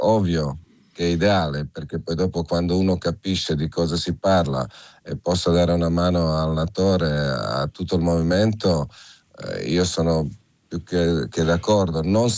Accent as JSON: {"language": "Italian", "country": "Croatia", "also_born_or_lived": "Italy", "second_language": "Italian", "moved": "yes", "said": "sono croato"}